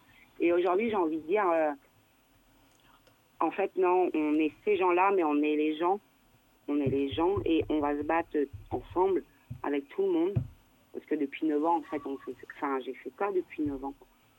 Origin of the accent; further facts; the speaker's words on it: France; important qu'on est français.